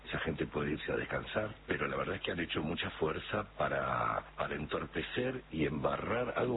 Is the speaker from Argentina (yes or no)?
yes; Argentina; incluso exagerado, si se quiere, como somos los argentinos.